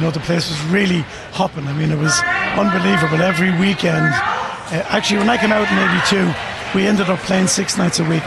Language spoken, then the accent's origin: English; Ireland; moved away as an adult; now in United States; I came out in 82 from Ireland for the summer and, of course, never really went back.